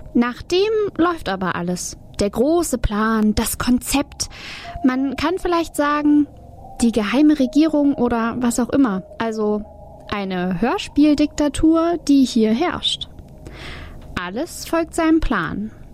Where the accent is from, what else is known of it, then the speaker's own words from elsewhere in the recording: Thuringia, Germany; Die Welt steht nimmer lang. Bin auch aus Thüringen, aber von Hunden habe ich noch nichts gehört.